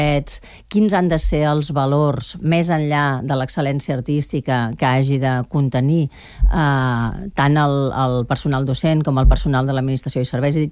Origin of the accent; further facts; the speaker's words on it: Barcelona, Catalonia, Spain; jo soc de Nou Barris